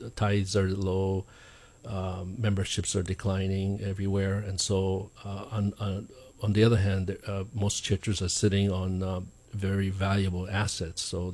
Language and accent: English; Okinawa, Japan; moved away; I come from Okinawa, right?